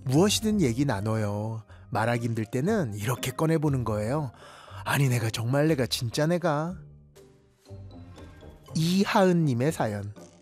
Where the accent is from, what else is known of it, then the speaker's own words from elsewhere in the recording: Seoul, South Korea; 서울 사람이라서 제가 또 서울 그 또 8학군 출신이라